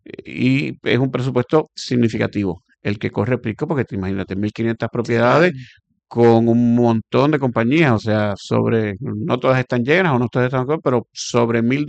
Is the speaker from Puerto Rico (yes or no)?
yes; Puerto Rico; como puertorriqueños queremos lo contrario